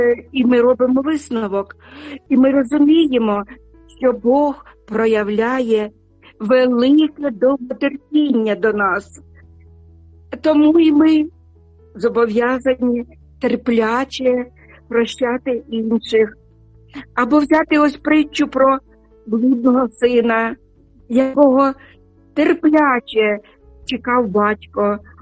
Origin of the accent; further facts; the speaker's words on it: Sumy, Sumy Oblast, Ukraine; Сьогодні в моєму рідному місті Суми об'явлено день жалоби, день скорботи.